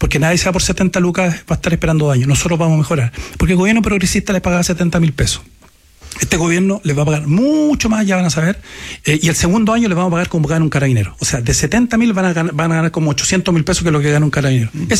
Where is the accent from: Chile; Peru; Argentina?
Chile; Araucanía; moved away; yo vengo de la Araucanía, vengo de escuela pública. Usted sabe, Mauricio, somos 16 hermanos, papá sindicalista